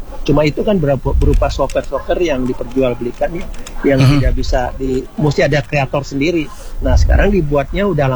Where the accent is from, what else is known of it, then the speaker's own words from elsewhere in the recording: Manado, North Sulawesi, Indonesia; Iya, betul, kita dari Manado.